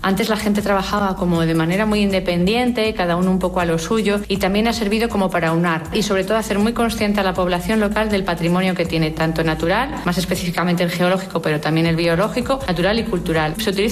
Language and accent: Spanish; Salamanca, Castile and León, Spain; yo soy salmantina de origen. Bueno, soy medio árabe también